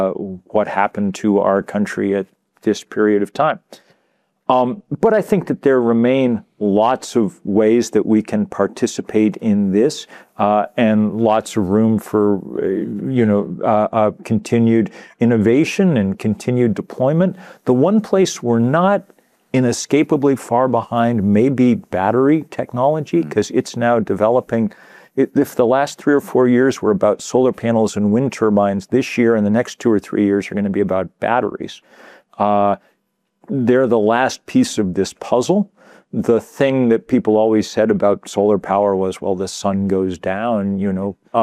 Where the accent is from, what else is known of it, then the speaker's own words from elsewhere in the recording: United States; And I'm cantankerous American enough to feel that way too.